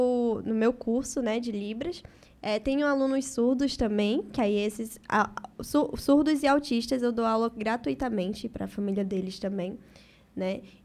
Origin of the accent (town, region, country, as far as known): Caruaru, Pernambuco, Brazil; born there; also born or lived in Rio de Janeiro; now in Itapororoca, Brazil